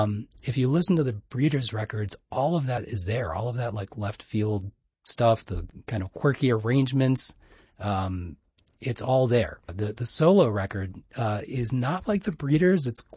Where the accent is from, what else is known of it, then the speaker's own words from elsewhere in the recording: Cincinnati, Ohio, United States; I'm a Cincinnati guy, born and raised.